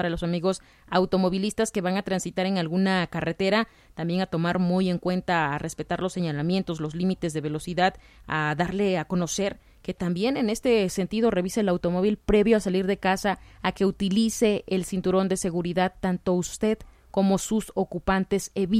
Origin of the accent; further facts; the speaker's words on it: Oaxaca, Mexico; lo que nos afecta como oaxaqueños.